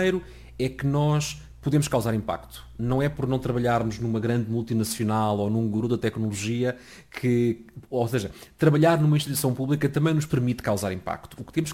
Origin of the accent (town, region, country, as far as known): Portugal